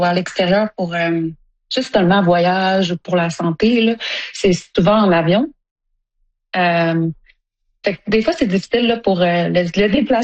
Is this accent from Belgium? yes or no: no; Sept-Îles, Quebec, Canada; moved away as an adult; Ben moi j'ai grandi à Sept-Îles parce que j'étais avec mon père. Puis ma mère, elle a vécu de Iqaluit. Puis j'ai déménagé là quand j'avais 19 ans.